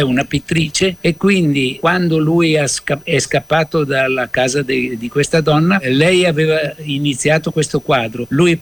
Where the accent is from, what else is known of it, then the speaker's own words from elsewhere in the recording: Milan, Lombardy, Italy; Da Milano. Ho girato il mondo, sono stato giornalista e fotografo, però sono sempre stato di base a Milano.